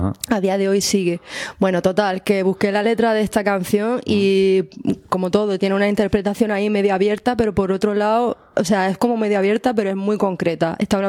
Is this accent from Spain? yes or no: yes; Almería, Andalusia, Spain; No sé por qué soy de Almería